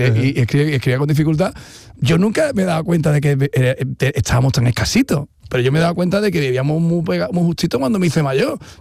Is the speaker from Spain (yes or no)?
yes; Miraflores de los Ángeles, Andalusia, Spain; Mi padre, nosotros somos de Miraflores de los Ángeles, de un barrio muy humilde, vivíamos en una vivienda muy pequeñita